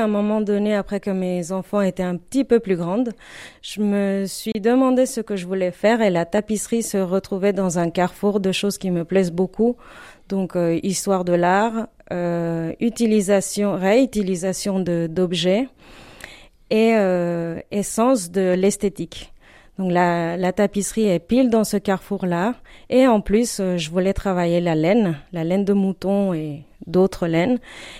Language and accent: French; Mexico; French is a second language; moved away as an adult; now in France; Alors moi, je viens du Mexique. J'avais fait les Beaux-Arts là-bas.